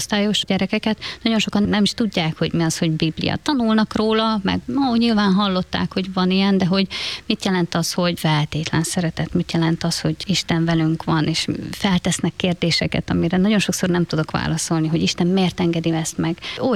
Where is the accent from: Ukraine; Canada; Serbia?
Ukraine; Zakarpattia Oblast; moved away as an adult; now in Balassagyarmat, Hungary; Mi Kárpátaljáról származunk. 2022. február 24-én jöttünk át a határon.